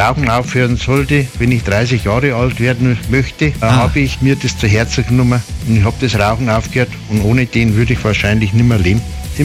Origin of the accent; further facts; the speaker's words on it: Reitenbuch, Bavaria, Germany; bin aus Reitenbuch, das ist in Mittelfranken.